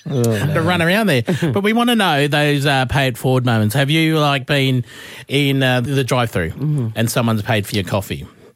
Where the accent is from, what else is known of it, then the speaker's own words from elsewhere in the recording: Australia; I'm the Australian Oprah Winfrey.